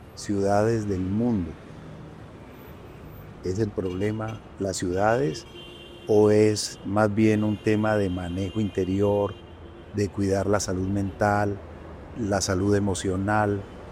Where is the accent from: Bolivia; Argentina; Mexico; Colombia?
Colombia; Cali, Valle del Cauca; also born or lived in Popayán; aunque no nací en Cali, nací en Popayán. Desde muy niño llegué a la ciudad, pero amo a esta ciudad.